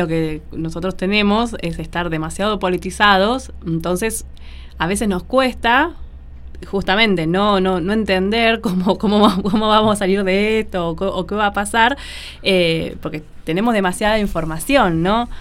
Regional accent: Argentina; mi país, en este caso Argentina

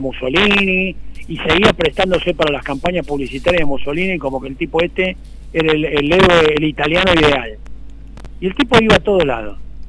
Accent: Spain; Esto es toda una estupidez que no es representativa de lo que somos los españoles con respecto a los argentinos.

